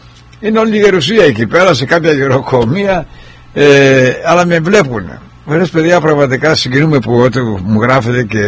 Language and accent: Greek; Argostoli, Ionian Islands, Greece; είμαι Κεφαλονίτης Αργοστολιώτης